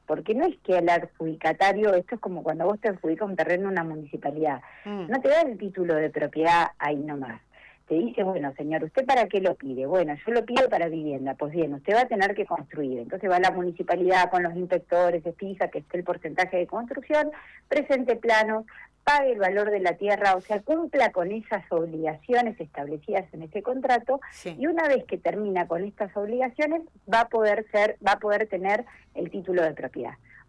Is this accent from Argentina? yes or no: yes; Santa Cruz, Argentina; como argentina y como santacruceña